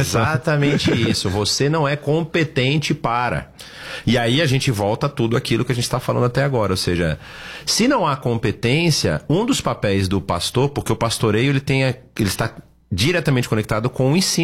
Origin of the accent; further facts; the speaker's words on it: Bahia, Brazil; da Bahia, eu sei muito bem.